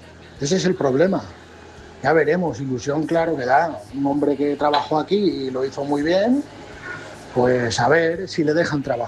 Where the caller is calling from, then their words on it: Valencia, Valencian Community, Spain; de Valencia.